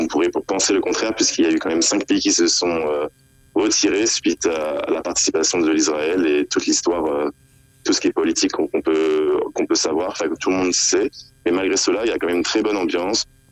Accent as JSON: {"language": "French", "country": "France", "said": "Alors je suis français, ouais, d'origine italienne"}